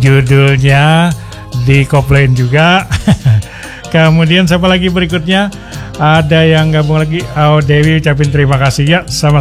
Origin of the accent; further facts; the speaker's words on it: East Kalimantan, Indonesia; now in Jakarta, Indonesia; Jauh-jauh kita dari Kalimantan ketemu satu meja makan di Jakarta. Terus aku minta bayar, bah miskin banar itu menjatuhkan orang Kaltim ikam tuh.